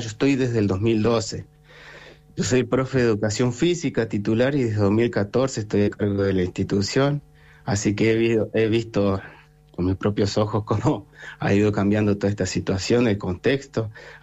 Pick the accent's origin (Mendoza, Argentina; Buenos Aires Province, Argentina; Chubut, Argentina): Chubut, Argentina; Cholila; moved away as an adult; now in El Escorial, Argentina; Yo soy de Cholila, soy nativo de Cholila, y así que sé lo que es en la ruralidad